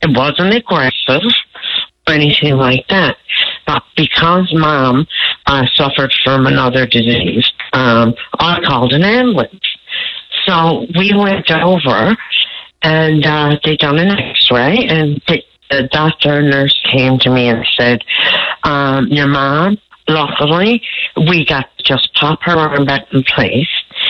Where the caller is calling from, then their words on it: Newfoundland and Labrador, Canada; my fellow Newfoundland and Labrador people